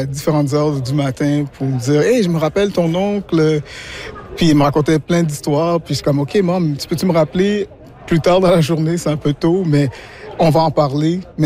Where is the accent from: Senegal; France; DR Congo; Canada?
Canada; Quebec; je suis québécois d'origine haïtienne